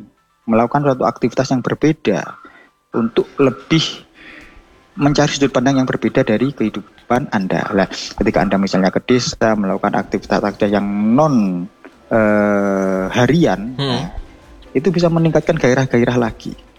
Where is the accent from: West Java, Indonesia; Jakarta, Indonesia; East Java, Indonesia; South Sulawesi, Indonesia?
East Java, Indonesia; now in Malang, Indonesia; Saya ini dari Malang Selatan, tepatnya di Kecamatan Donomulyo. Nah, ini saya ya dari kecil